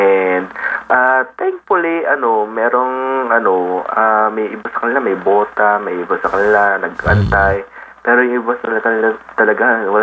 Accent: Quezon City, Metro Manila, Philippines; kahit taga QC ako, hindi naman ako nag-aral dito

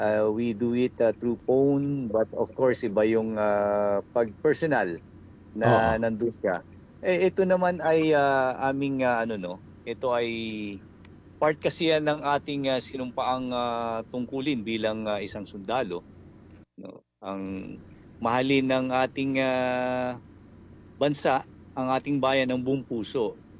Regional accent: Manila, Metro Manila, Philippines; sa amin sa Manila

